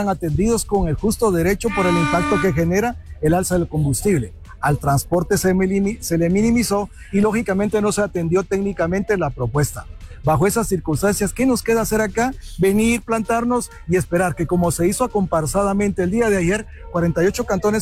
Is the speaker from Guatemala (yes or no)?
yes; Guatemala; como guatemaltecos y operadores del transporte